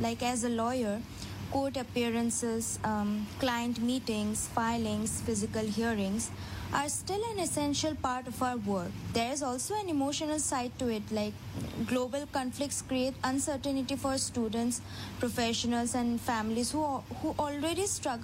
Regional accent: Sri Lanka; I'm from Sri Lanka.

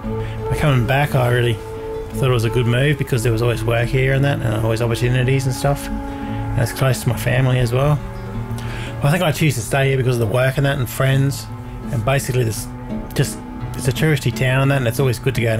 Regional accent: Alice Springs, Northern Territory, Australia; I was born in Alice Springs in 1973. I grew up here. My folks moved here from Darwin.

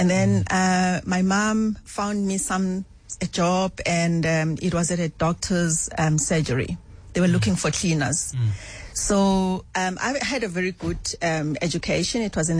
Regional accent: Emalahleni, Mpumalanga, South Africa; I was born in Emalahleni, Witbank. That's where I was born. That's where I grew up. That's where I got married, had our first two children, then moved to Gauteng.

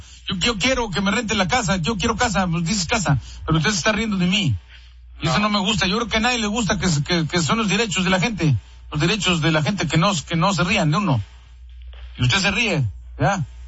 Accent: San Luis Potosí, Mexico; Pero nosotros somos de San Luis.

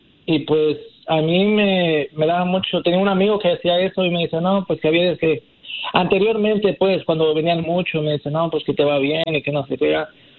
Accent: Puebla, Mexico; moved away; Pues mira, yo soy de México, bueno … me presento, soy de la ciudad de Puebla, y estoy aquí desde el 2007, un tiempo que llegué para acá, trabajaba en restaurante

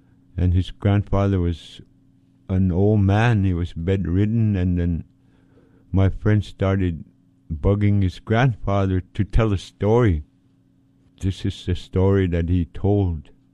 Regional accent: Point Hope, Alaska, United States; I'm an Inupiaq from Tikiaq, Point Hope, Alaska.

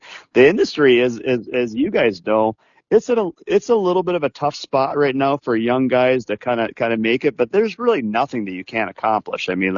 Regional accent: Rochester, Minnesota, United States; and I had bought a lot up here on Rainy Lake, and I was from Rochester again.

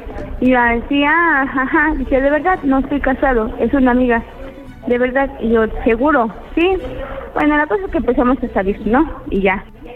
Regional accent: Orizaba, Veracruz, Mexico; 45 años y de Orizaba, Veracruz.

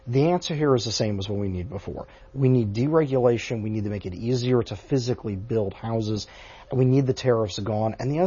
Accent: Orlando, Florida, United States; I'm from Orlando

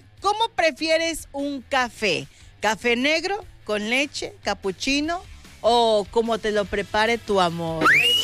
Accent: Mexico; como mexicanos, vale, que no tomamos.

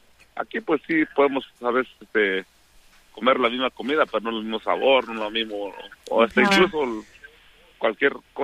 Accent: Santa María Tindú, Oaxaca, Mexico; Spanish is a second language; moved away; las calles de mi barrio, de mi pueblo, allá de Santa María Tindú, cuando nací, crecí, siempre he sido un hombre bien loco y vago

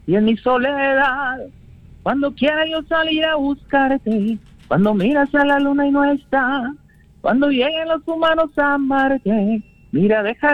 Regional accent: Colombia; yo soy de Colombia

